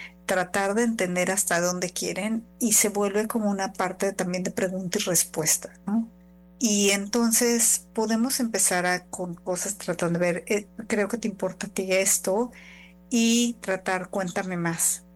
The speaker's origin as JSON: {"language": "Spanish", "country": "Mexico", "tie": "born or raised there", "moved": "yes", "lives_now": "Canada", "said": "yo nací en México, crecí en México"}